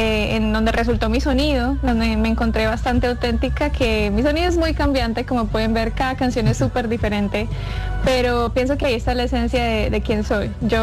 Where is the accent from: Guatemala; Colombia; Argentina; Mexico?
Colombia; no solamente soy colombiana, pero también soy música y me encantan las músicas del mundo.